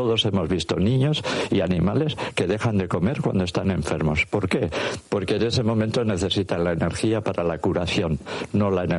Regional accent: Durango, Mexico; Yo soy de Durango y mi mamá hacía eso

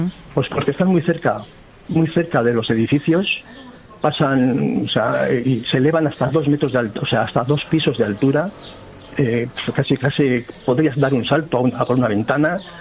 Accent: Basque Country, Spain

